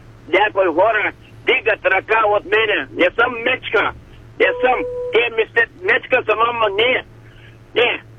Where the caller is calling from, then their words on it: Dulovo, Silistra Province, Bulgaria; съм от Дулово